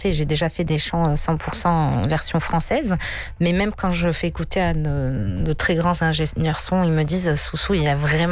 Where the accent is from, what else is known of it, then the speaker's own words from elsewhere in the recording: Morocco; parce que je suis marocaine